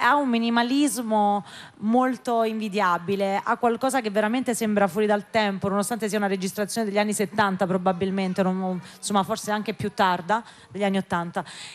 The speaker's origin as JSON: {"language": "Italian", "town": "Naples", "region": "Campania", "country": "Italy", "also_born_or_lived": "London", "first_language": "English", "moved": "yes", "lives_now": "Pozzuoli, Italy", "said": "ritornare a Napoli, viverla in tutte le sue sfaccettature, trasferirmi a Pozzuoli e respirare la mia lingua"}